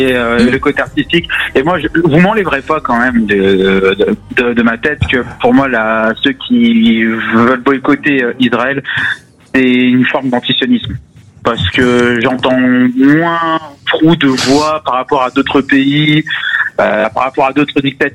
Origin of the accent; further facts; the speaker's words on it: France; vu qu'on est français, on ne peut pas voter pour son propre pays à l'Eurovision.